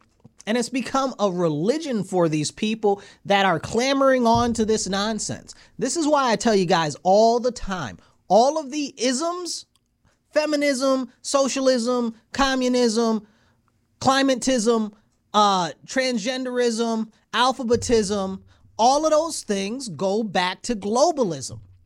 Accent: United States; Because I'm an American.

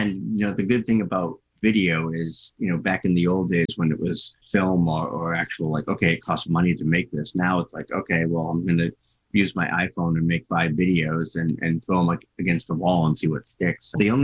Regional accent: Boston, Massachusetts, United States; accent: Boston; I've got my Boston accent.

